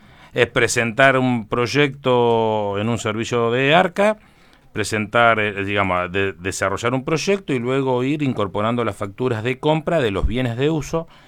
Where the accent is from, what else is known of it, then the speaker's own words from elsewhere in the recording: Río Negro, Argentina; vos sabés que yo soy de allí, del Valle Medio, Río Negro, sí.